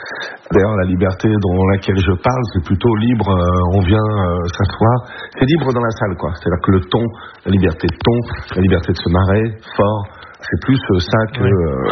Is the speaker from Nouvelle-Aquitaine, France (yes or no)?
no; Brittany, France; now in Paris, France; Moi, je suis breton